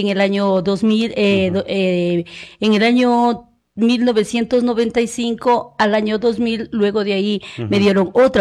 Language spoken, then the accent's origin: Spanish; Loja, Ecuador